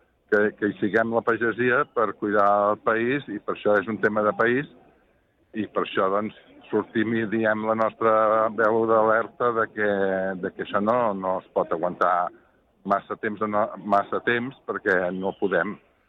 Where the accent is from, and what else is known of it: Catalonia, Spain